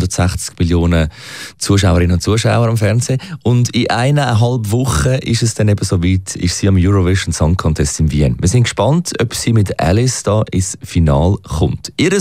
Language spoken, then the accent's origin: German; Thun, Bern, Switzerland; Ich komme aus Thun und ich habe sie vor Jahren schon gehört.